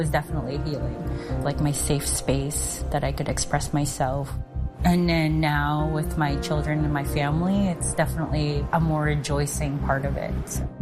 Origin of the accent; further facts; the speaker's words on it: Philippines; now in San Francisco, United States; I grew up in the Philippines